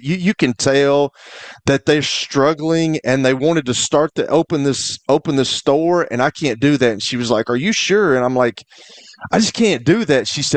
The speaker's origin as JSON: {"language": "English", "town": "Fayetteville", "region": "North Carolina", "country": "United States", "said": "I'm from Fayetteville, man. Y'all know I'm country as cornbread"}